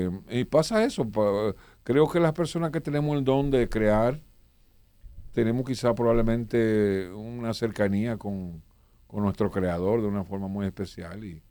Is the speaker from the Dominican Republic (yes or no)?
yes; Miches, El Seibo, Dominican Republic; also born or lived in Nagua; Si yo me crié en un campito sin luz que se llamaba la Colonia del Cedro de Miche, porque venimos de Nagua, yo de un año